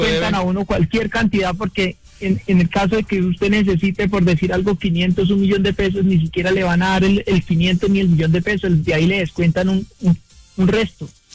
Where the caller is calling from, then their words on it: Bogotá, Colombia; yo vivo en Bogotá, Fontibón.